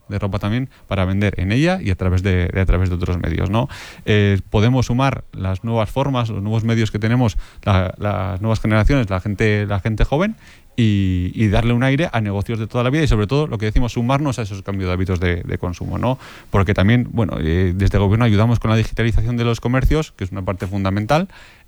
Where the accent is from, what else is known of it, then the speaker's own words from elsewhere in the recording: Estella, Navarre, Spain; en Estella, de donde soy yo